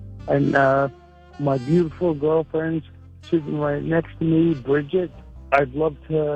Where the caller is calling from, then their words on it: Yonkers, New York, United States; We're from Yonkers, and we're eventually moving to Lake George.